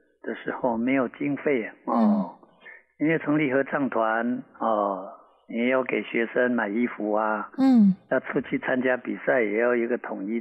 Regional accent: Pingtung County, Taiwan; 他这个合唱团最初就是在我的故乡，就是马家乡嘉义国小那我当乡长的时候呢

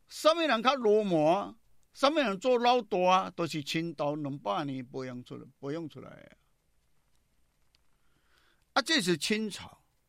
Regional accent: Taiwan

